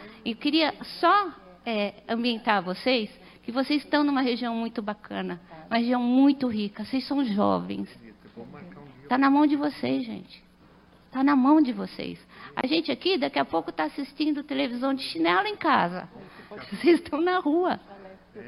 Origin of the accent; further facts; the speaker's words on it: São Roque, São Paulo, Brazil; Eu sou de São Roque, eu não conheço vocês. Eu sou de outra subbacia.